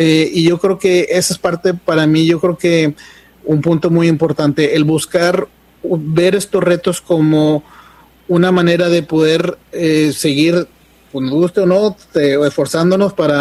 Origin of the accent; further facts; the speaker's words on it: San Nicolás de los Garza, Nuevo León, Mexico; moved away; desde que dejé mi terruño en mi Monterrey querido, San Nicolás de los Garza, para ser preciso.